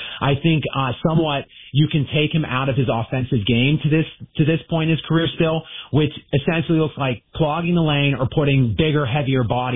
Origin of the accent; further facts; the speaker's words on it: Pittsburgh, Pennsylvania, United States; moved away as an adult; also born or lived in Philadelphia / State College, Pennsylvania; now in Florida, United States; I actually have lived in Florida for about 8 years now, okay. But born and raised in Pittsburgh. Spent most of my life in the Pennsylvania area. Went to Penn State for my college. Lived in Philly for a little bit. My parents were still in Pittsburgh.